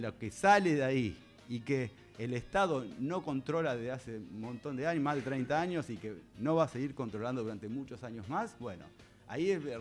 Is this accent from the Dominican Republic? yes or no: no; Argentina; soy argentino tan patriota como muchos otros.